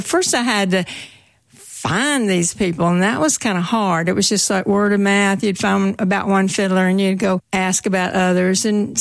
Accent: Texas, United States; moved away; I grew up in Texas

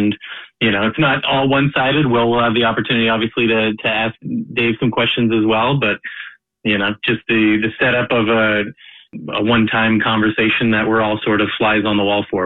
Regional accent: Toronto, Ontario, Canada; moved away as an adult; now in Montreal, Canada; as a former Torontonian, I've got a little bit of that running through me as well, which I say, unfortunately, having lived here for 25 years

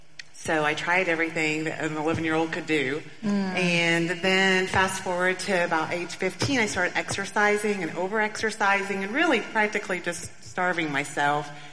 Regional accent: Bentonville, Arkansas, United States; Well, I grew up in Bentonville, Arkansas.

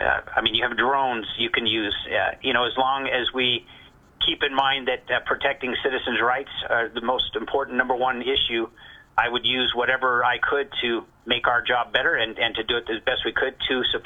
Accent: New Mexico, United States; I was born and raised here in Doñana County.

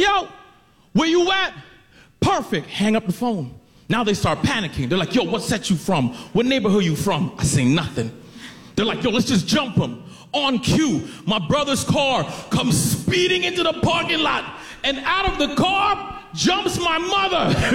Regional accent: Scarborough, Ontario, Canada; Now, ladies and gentlemen, I'm 40 years old. I don't have no time to be fighting in no bar. But I'm from Scarborough, Ontario.

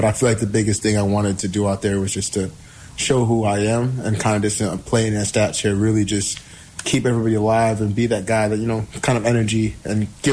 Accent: Minnesota, United States; also born or lived in Nigeria; being from Minnesota, my hometown

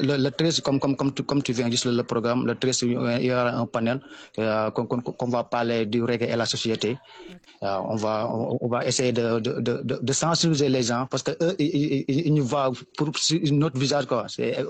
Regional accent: Thiès, Senegal; moi je suis de Thiès à Djahaou.

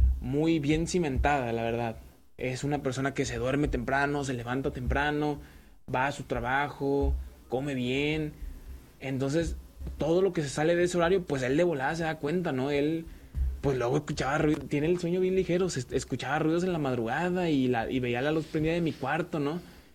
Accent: San Andrés Tuxtla, Veracruz, Mexico; Yo no soy del puerto de Veracruz, yo soy de una ciudad que se llama San Andrés, cerca de Catemaco.

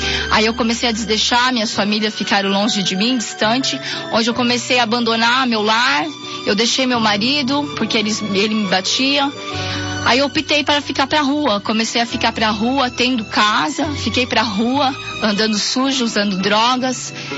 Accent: Bom Jesus dos Perdões, São Paulo, Brazil; sou da cidade de Bom Jesus Perdões, no interior de São Paulo.

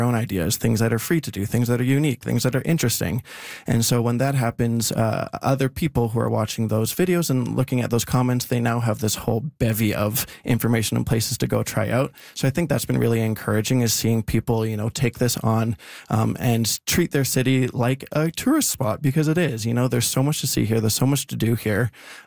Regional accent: Regina, Saskatchewan, Canada; now in Saskatoon, Canada; I am originally from Regina. Yes. Okay. So I made the move to Saskatoon about 4 years ago.

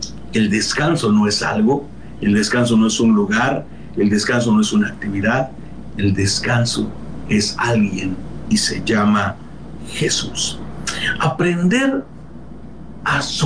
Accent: Mexico; tal vez los que somos mexicanos, ¿verdad? Tal vez a Cancún, tal vez a Puerto Vallarta, Acapulco sería una buena opción

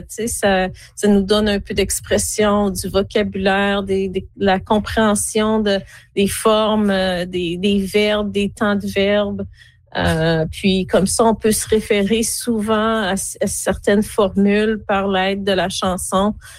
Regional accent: Quebec City, Quebec, Canada; now in Ontario, Canada; la maison où j'ai grandi à Cap-Rouge dans les années 70.

